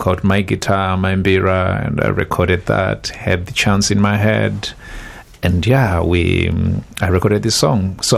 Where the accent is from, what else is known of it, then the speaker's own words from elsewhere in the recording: Zimbabwe; moved away; I'm from Zimbabwe. So it's a lovely place, you know, the savannah landscape.